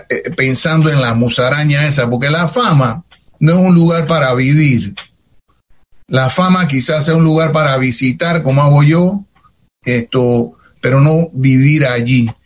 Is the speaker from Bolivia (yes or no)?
no; Panama; moved away; Yo me fui de Panamá por la dictadura.